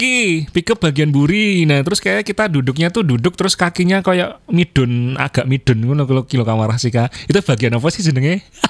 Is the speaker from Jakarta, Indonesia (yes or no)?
no; Temanggung, Central Java, Indonesia; aku dulu zaman kecil di Temanggung